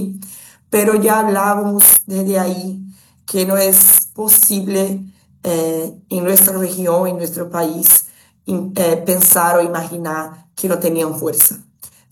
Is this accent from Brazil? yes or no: yes; Brazil; now in Natal, Brazil